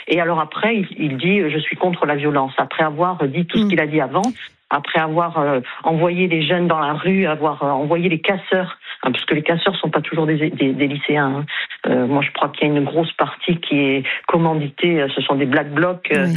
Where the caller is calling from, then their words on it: Corsica, France; j'ai 59 ans et je vous appelle de Corse, à côté d'Ajaccio.